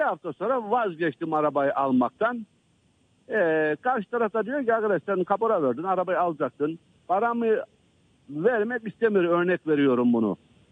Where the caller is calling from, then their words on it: Of, Trabzon, Turkey; Trabzon Of'tan arıyorum.